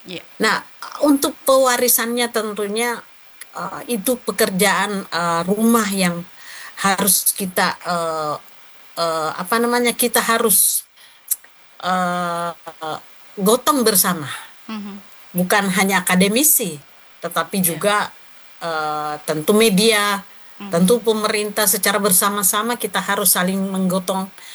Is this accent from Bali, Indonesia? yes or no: no; South Sulawesi, Indonesia; sebagai generasi masyarakat Bugis dan Makassar.